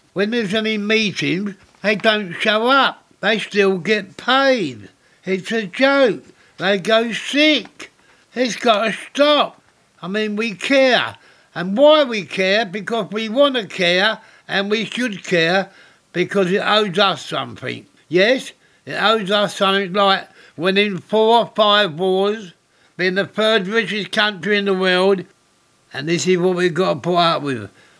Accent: Deptford, London, United Kingdom; born there; I was born in Deptford 81 years ago. Yes, we lived in a house where the walls were so thin, we used to have to tip our bread in next door's gravy.

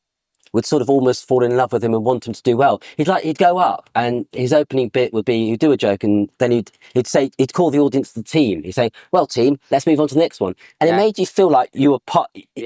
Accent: Selhurst, London, United Kingdom; from Selhurst. Because I was a child.

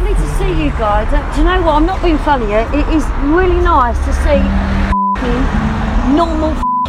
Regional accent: London, United Kingdom; also born or lived in Paddington; I was born and bred in Marylebone.

